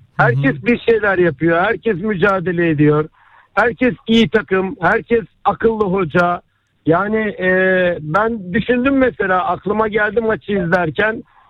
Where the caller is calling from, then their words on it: Istanbul, Turkey; ben İstanbul'dan arıyorum.